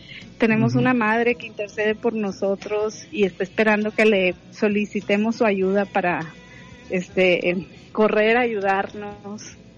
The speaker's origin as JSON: {"language": "Spanish", "town": "Monterrey", "region": "Nuevo León", "country": "Mexico", "tie": "born or raised there", "said": "la gente que crecimos aquí en Monterrey"}